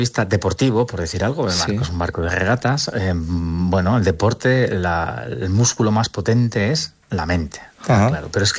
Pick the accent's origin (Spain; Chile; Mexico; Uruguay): Spain